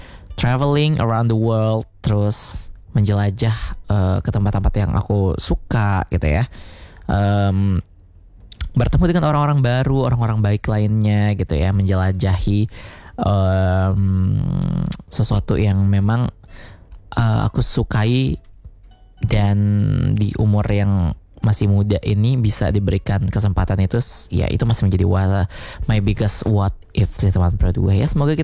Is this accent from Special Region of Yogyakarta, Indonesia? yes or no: no; Lombok, West Nusa Tenggara, Indonesia; born there; What if aku gak terlahir di Lombok?